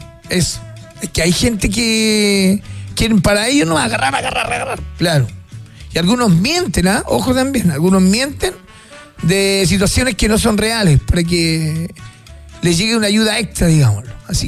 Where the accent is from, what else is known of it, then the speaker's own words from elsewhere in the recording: Chile; solidarios como somos los chilenos